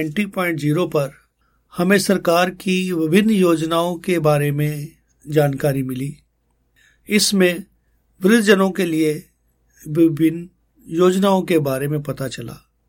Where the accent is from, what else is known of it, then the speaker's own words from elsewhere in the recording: Ambala Cantonment, Haryana, India; अंबाला छावनी का निवासी हूं, समाज सेवा के कार्य भी करता रहता हूं।